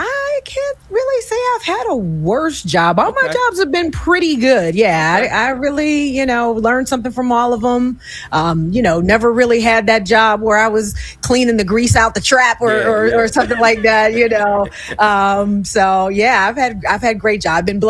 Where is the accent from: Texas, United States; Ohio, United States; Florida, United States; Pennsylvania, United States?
Pennsylvania, United States; Pittsburgh; here in Pennsylvania, like kind of central-ish, because I'm from Pittsburgh originally